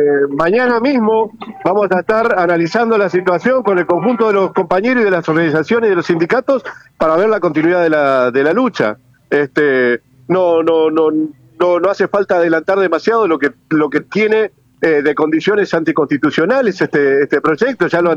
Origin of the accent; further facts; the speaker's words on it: Entre Ríos, Argentina; los que somos trabajadores del Estado provincial